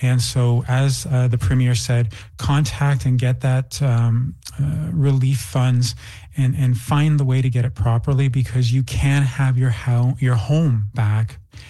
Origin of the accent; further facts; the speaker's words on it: Brandon, Manitoba, Canada; But honestly, I'm from Brandon as a kid. We always had the Assiniboine flood